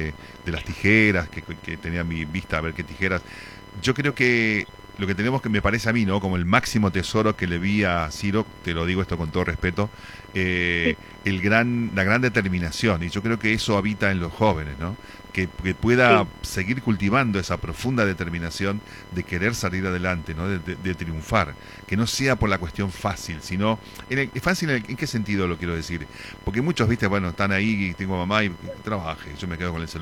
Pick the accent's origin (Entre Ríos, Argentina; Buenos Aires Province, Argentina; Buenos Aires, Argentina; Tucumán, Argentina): Tucumán, Argentina; yo nací en Tucumán